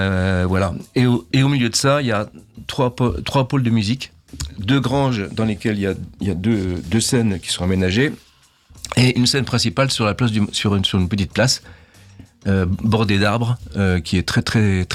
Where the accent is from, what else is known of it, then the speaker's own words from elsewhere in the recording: Hermonville, Grand Est, France; chez nous, à Hermonville.